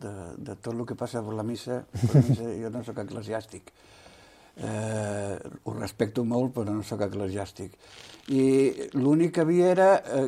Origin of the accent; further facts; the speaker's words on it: Cubelles, Catalonia, Spain; also born or lived in Vilanova; jo vaig néixer a Vilanova, la gent em coneix a mi per … És quan vaig vindre a Cubelles, de molt petit, que vaig vindre aquí